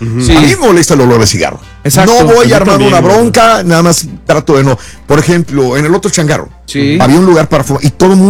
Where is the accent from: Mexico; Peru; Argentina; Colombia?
Mexico; Somos dos mexicanos